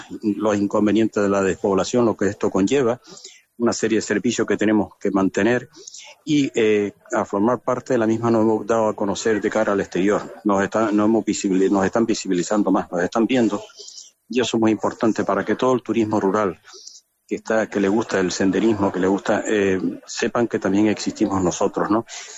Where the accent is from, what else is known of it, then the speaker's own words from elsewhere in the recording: Tejeda, Canary Islands, Spain; Yo, por ejemplo, puedo hablar de mi pueblo, que nosotros pasamos a formar parte de la asociación en el año 2015, ¿no? Tejeda era conocido